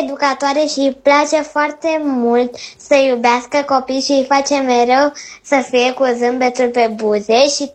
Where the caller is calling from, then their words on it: Bucharest, Romania; am 7 ani și sunt din București